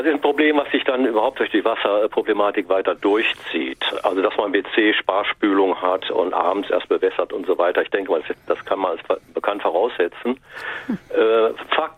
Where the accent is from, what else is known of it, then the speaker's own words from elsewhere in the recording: North Rhine-Westphalia, Germany; Niederschlag haben im westlichen Niederrheingebiet. Das ist meine Heimat, da habe ich also langjährige Beobachtungen gemacht